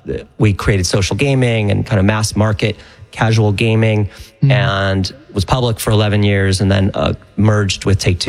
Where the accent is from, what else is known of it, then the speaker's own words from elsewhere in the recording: Chicago, Illinois, United States; So, yeah, I grew up in Chicago. I was just your basic pragmatic Chicago liberal.